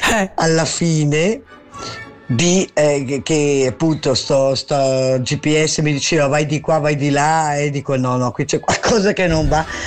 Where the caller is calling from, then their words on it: Ticino, Switzerland; sono del Locarnese